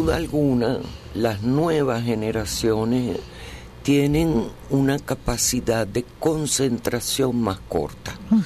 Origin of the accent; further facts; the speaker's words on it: Venezuela; yo sentía en mi juventud, en mi adolescencia, que estando en Venezuela y siendo mujer, la belleza no era una virtud, era una obligación.